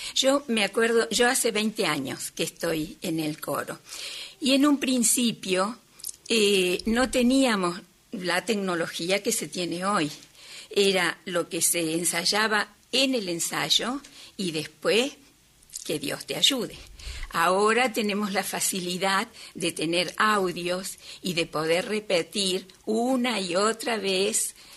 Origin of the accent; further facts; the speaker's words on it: Córdoba, Argentina; moved away; yo soy de Córdoba y no hice la educación acá, entonces mi apellido no trascendió.